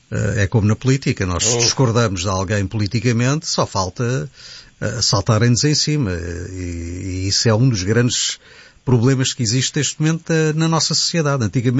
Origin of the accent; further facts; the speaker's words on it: Lisbon, Portugal; eu nasci e fui criado em Lisboa.